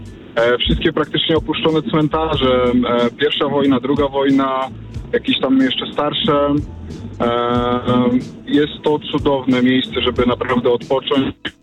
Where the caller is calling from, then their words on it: Silesian Voivodeship, Poland; pochodząc ze Śląska